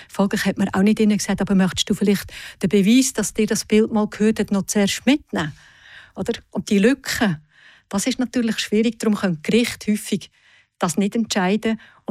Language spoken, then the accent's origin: German; Aargau, Switzerland; also born or lived in Canton of Zug; Ja, also ich bin nur dort geboren. Ich bin im Kanton Aargau aufgewachsen.